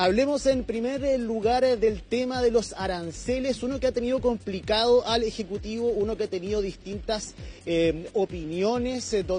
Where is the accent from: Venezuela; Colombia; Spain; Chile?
Chile